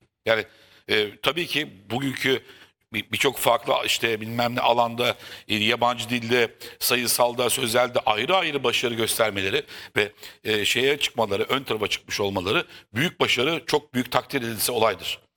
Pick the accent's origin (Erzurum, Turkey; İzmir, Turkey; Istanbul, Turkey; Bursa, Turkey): Istanbul, Turkey; Kadıköy; Bak Sen Josef işte Anadolu, Kadıköy Anadolu mezunu arkadaşım. Ben Kadıköy'de büyüdüm.